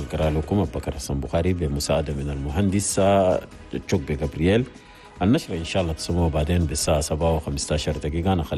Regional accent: Chad; زار المتحف الوطني عن بلدنا تشاد

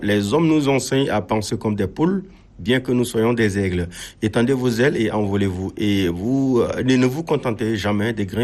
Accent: Paris, Île-de-France, France; Je suis parisien.

